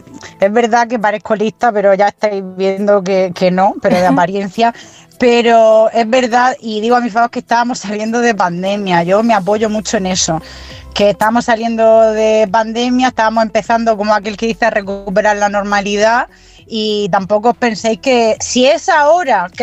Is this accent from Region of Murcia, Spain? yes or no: yes; Region of Murcia, Spain; now in Granada, Spain; Pero soy murciana, soy murciana.